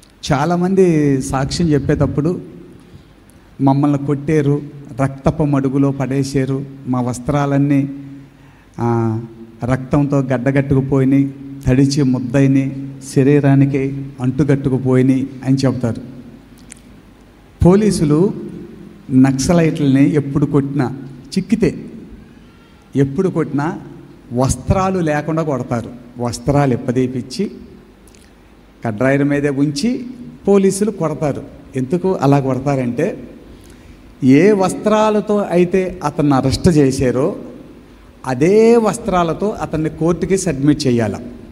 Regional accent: Santharavuru, Andhra Pradesh, India; మాది ప్రకాశం జిల్లా, చిన్న పల్లెటూరు సంతరావూరు అనే గ్రామం. ఆ గ్రామంలో నేను 10వ తరగతి దాకా చదువుకున్నాను.

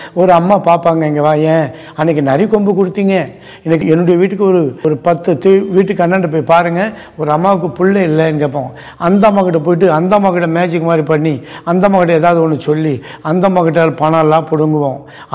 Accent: Tiruvannamalai, Tamil Nadu, India; என்னுடைய ஊர் சொந்த ஊர் திருவண்ணாமலை. திருவண்ணாமலை பட்டணத்தை தான் நான் வளர்ந்தேன், பிறந்தேன், அங்கே தான் இருந்தேன்.

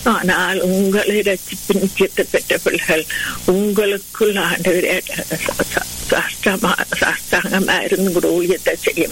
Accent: Sri Lanka; என்ன நாங்க பிறந்து வளர்ந்த தேசத்துக்காக அந்த இலங்கை தீவுக்காக உங்களை வருகிறோம்.

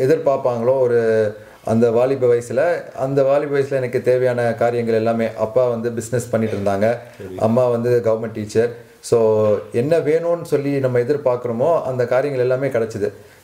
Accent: Chennai, Tamil Nadu, India; நான் தமிழ்நாட்டில் ஒரு சின்ன கிராமத்தில் பிறந்தது. சின்ன வயசுலேருந்து சென்னையில் தான் என்னோடய பூர்வீகம்னு சொல்லி சொல்லலாம்.

